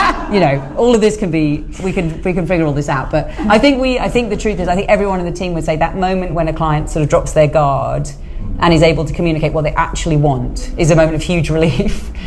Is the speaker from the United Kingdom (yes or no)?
yes; Isle of Wight, South East England, United Kingdom; I grew up on the Isle of Wight.